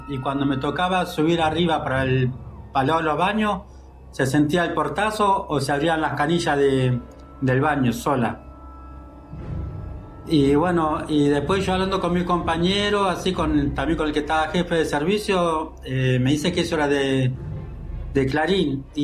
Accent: Lanús, Buenos Aires Province, Argentina

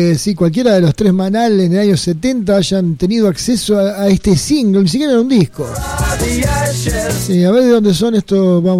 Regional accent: Argentina; somos más argentinos que...

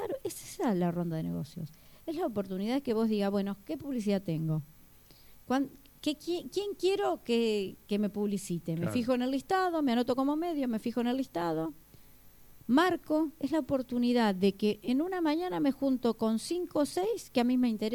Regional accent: Zárate, Buenos Aires Province, Argentina; todos nosotros somos de nuestra zona, somos de Zárate, nos conocen.

